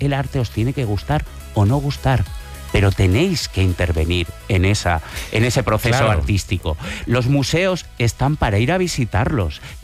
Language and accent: Spanish; Sant Feliu de Llobregat, Catalonia, Spain; Jaume Aplensa, por cierto, es de mi pueblo, de San Feliu de Llobregat.